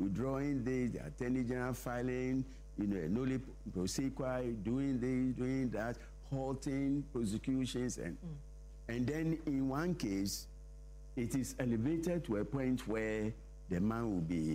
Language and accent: English; Ghana; There are certain things that, as a Ghanaian, I think we shouldn't make, you know, heavy weather